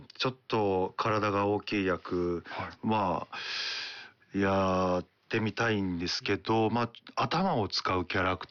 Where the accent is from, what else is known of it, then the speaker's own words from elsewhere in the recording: Nagoya, Aichi, Japan; はい、名古屋です